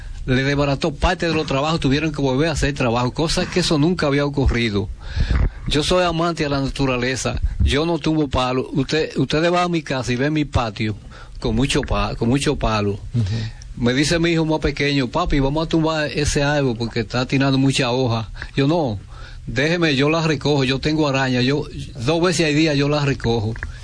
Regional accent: La Vega, Dominican Republic; yo soy nativo, nacido y criado en esa comunidad, que hay cosas que coinciden mucho con lo que dice el padre. Nosotros vivimos Carrera de Palmas justamente frente a esa montaña.

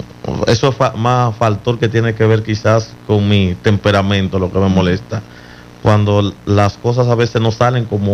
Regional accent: Villa González, Santiago, Dominican Republic; Del cruce de Quinigua, Villa González.

